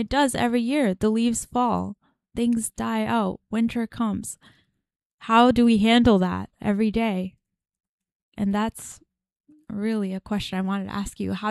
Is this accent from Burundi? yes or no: no; Massachusetts, United States; I'm from Massachusetts.